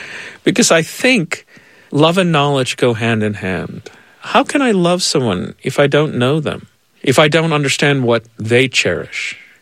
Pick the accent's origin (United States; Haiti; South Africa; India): India; I mean, being Indian is awesome because of the great food. And I do say, thank God I'm an Indian for that reason.